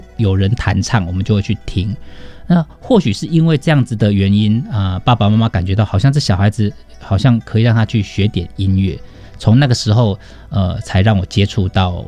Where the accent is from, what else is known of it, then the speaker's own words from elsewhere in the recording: Kaohsiung, Taiwan; 那我是高雄人，然后小时候高雄出生，父母亲常常会带我去逛百货公司。